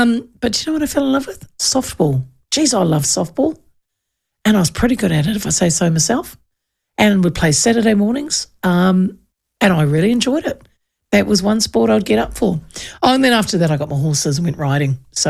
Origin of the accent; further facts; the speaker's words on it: England, United Kingdom; now in New Zealand; …, moving house in my hometown in England.